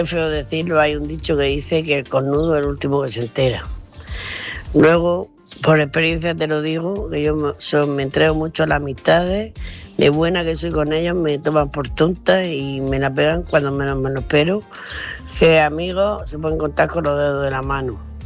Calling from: Murcia, Region of Murcia, Spain; de Murcia.

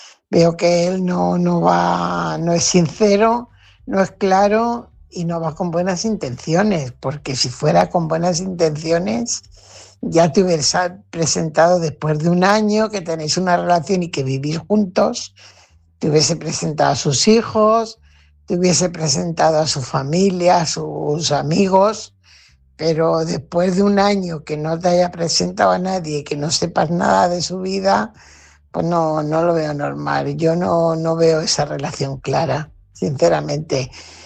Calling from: Lloret de Mar, Catalonia, Spain; Lloret de Mar.

